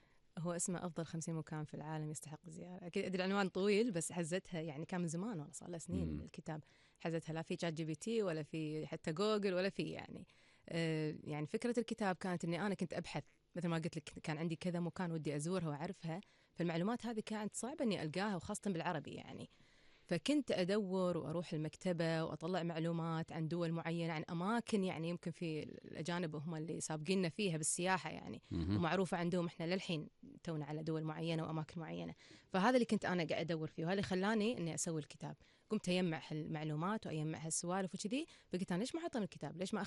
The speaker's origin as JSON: {"language": "Arabic", "country": "Kuwait"}